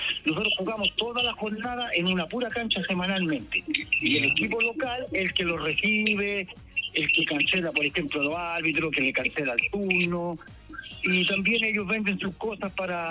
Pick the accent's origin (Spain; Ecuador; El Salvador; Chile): Chile; Las Cabras, O'Higgins; Somos todos de Las Cabras